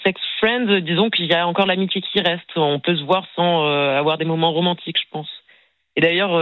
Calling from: Paris, Île-de-France, France; J'habite à Paris et j'ai 30 ans.

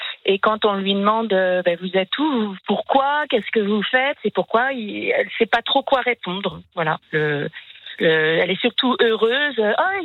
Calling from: Reims, Grand Est, France

